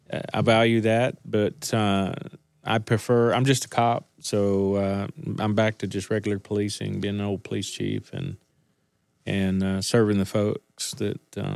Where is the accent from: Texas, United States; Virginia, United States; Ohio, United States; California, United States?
Texas, United States; Levelland; moved away as an adult; also born or lived in Littlefield, Texas; now in Pampa, United States; I was born and raised in Levelland, Texas. I left there. Oh, I can't remember what year I really left, but I think it was in the early 90s.